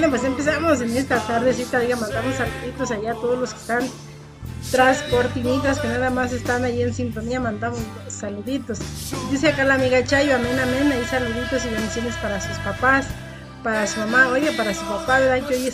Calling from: Villa de Cos, Zacatecas, Mexico; Buenas tardes, ya llegué y estoy aquí desde Villa de Cos, Zacatecas.

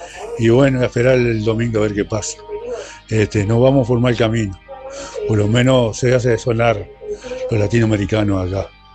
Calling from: Uruguay; como todo uruguayo

